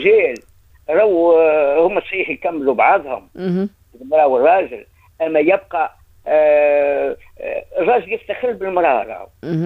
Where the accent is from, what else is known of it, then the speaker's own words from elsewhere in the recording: Tunisia; نحن عايشين بك الأنابيب اللي تتعدى على تونس